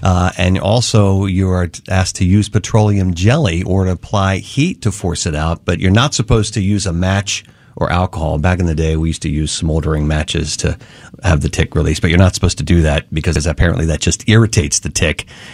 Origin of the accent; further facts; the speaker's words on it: New Jersey, United States; I grew up in the Pine Barrens. My brother and I spent a lot of time in the woods